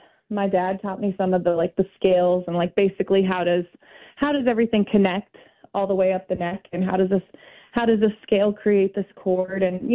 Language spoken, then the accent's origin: English; Kansas City, Missouri, United States; now in New Orleans, United States; My home base is New Orleans.